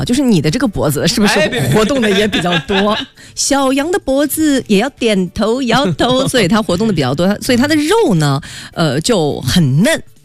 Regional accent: Lanzhou, Gansu, China; 确实我们兰州人吃饭是有点重的。

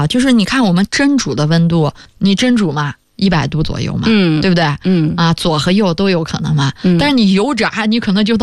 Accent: northern China, China; 我因为从小在北方。长大

